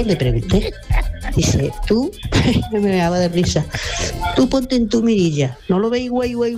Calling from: Almería, Andalusia, Spain; de Almería.

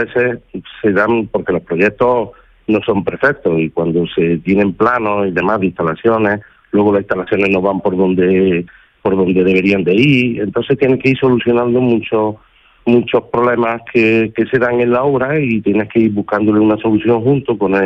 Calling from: Córdoba, Andalusia, Spain

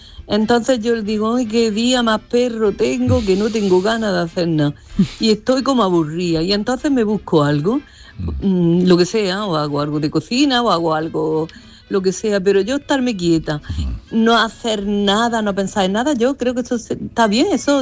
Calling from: Granada, Andalusia, Spain; de Granada.

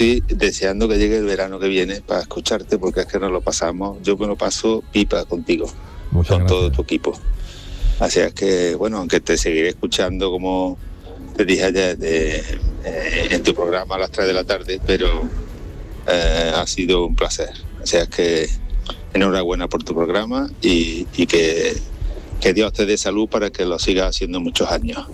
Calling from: Córdoba, Andalusia, Spain; Buenos días, Yuyi y la compañía. … de Córdoba.

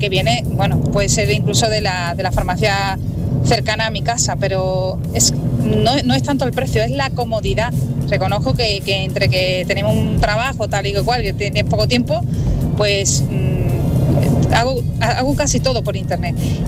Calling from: Cáceres, Extremadura, Spain; yo vivo en Cáceres

